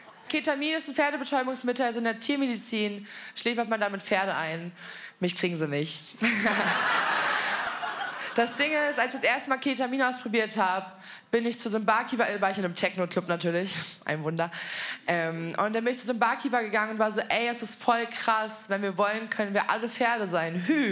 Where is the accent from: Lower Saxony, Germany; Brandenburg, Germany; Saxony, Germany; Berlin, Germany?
Berlin, Germany; ich komme offensichtlich aus Berlin, aber ich trinke seit 7 Jahren keinen Alkohol.